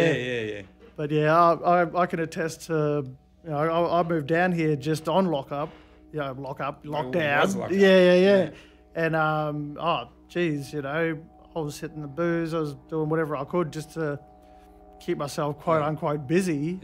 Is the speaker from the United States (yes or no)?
no; Darwin, Northern Territory, Australia; also born or lived in Queensland; I grew up off country. I'm from Queensland originally, grew up in Darwin, and now I'm living here.